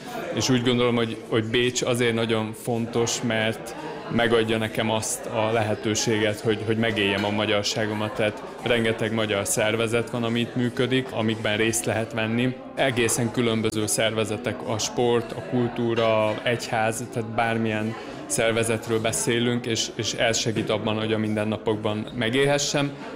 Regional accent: Vienna, Austria; first language Hungarian; Családommal magyarul beszélek, úgy nőttem fel, ők adták át nekem a nyelvet, az anyanyelvet, és utána pont a családom volt az, aki elvitte a különböző magyar szervezetekbe

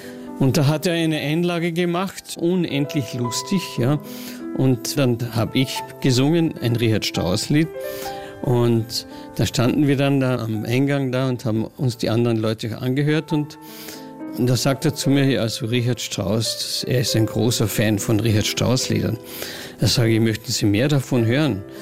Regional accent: St. Veit an der Glan, Carinthia, Austria; der jetzige Burgherr, der Alfred Riedl, ist mit mir aufgewachsen in St. Veit an der Glan.

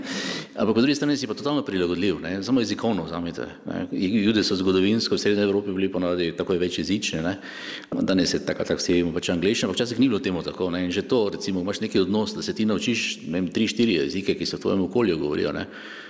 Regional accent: Maribor, Drava, Slovenia; born there; Jaz sem recimo po očetovi strani iz Prekmure, po mojni strani iz Prlekije, rojen sem v Mariboru, ne? Sem Slovenec, ne moram se čuti drugače.

